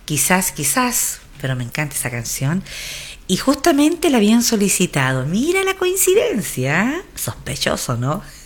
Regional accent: Chile

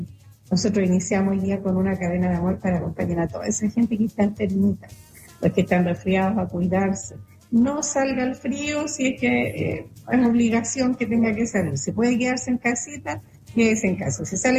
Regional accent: Chile; Nosotros hemos sufrido como chilenos en San Clemente.

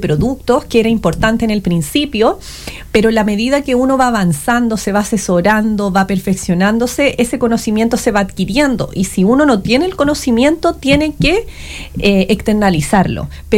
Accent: Pichilemu, O'Higgins, Chile; moved away as an adult; muchos de los que somos locales de Pichilemu recuerdan la farmacia de la señora Roxana

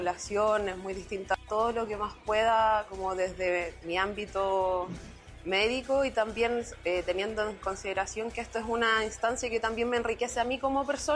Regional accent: Santiago, Santiago Metropolitan Region, Chile; moved away as an adult; now in Licantén, Chile; Yo soy de Santiago

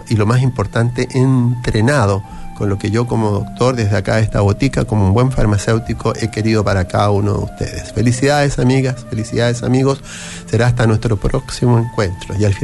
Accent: Santiago, Santiago Metropolitan Region, Chile; born there; moved away as an adult; also born or lived in United States; now in Valparaíso Region, Chile

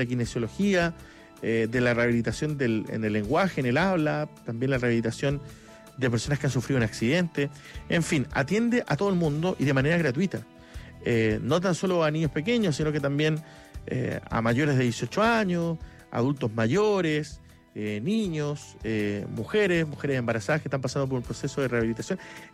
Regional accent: Magallanes, Chile; yo lo pongo acá porque, bueno, soy magallánico, conozco perfectamente esto

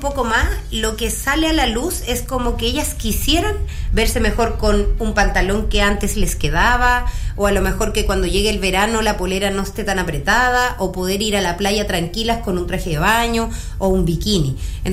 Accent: Chile

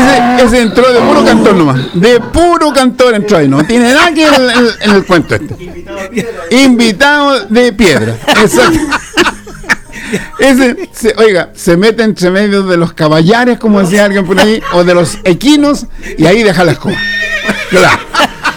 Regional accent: Chile; Ya, soy guaso de Chile lindo, miércoles.

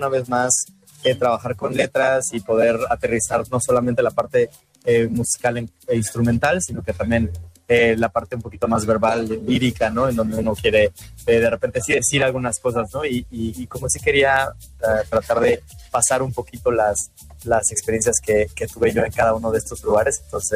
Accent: Mexico; no conocía más que mi país natal, México.

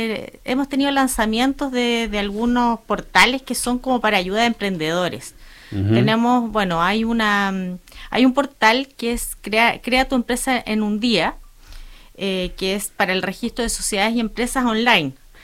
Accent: Puerto Varas, Los Lagos, Chile; moved away as an adult; now in Osorno, Chile; Mis hijos son osorninos, yo soy Puerto Varina, pero quiero mucho esta comuna porque bueno, he vivido 28 años acá

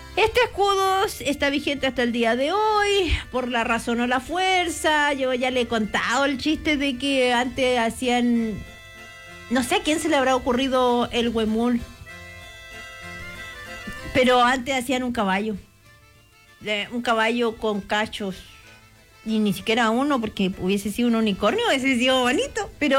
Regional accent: Chile; Claro, soy chileno

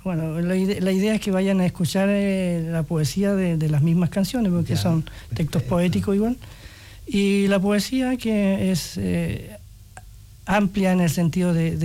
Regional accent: Coyhaique, Aysén, Chile; now in Los Torreones, Chile; Yo nacido en Coyhaique.

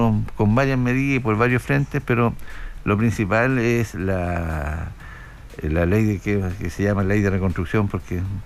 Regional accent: Coihueco, Ñuble, Chile; yo soy de Coihueco

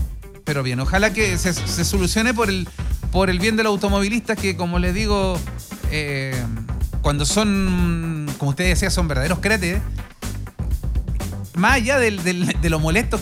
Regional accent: Chile; cómo somos los chilenos, que a veces nos demoramos

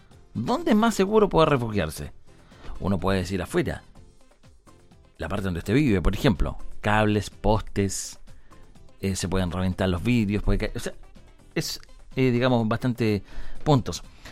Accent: Chile; uno como chileno

